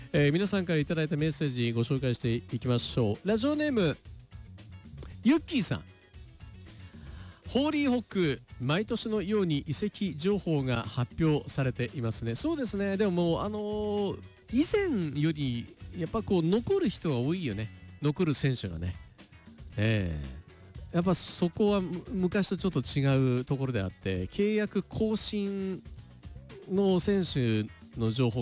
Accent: Tokyo, Japan; 私も東京都民なんですけど

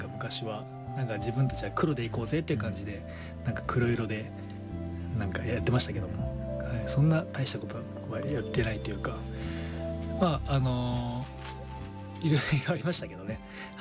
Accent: Komaki, Aichi, Japan; 僕の地元が愛知県小牧市っていうところで、まあ工業地帯って言ったらいいですかね。なんかもう外国の方は結構多くて、ブラジルの方だったりとかペルーの方だったりとか、

